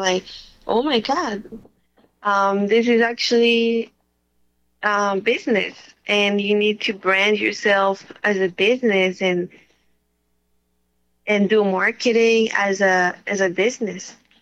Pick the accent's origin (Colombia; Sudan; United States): Colombia; And I'm really excited because we're from Colombia, and it's like a very Colombian reggaeton, very authentic.